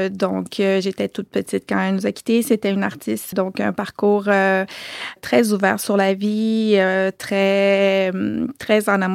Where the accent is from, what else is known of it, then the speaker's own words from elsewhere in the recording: Montreal, Quebec, Canada; que mon père commençait à travailler dans cette nouvelle université qu'on ouvrait et voilà. Donc, j'ai grandi à Montréal à partir de là.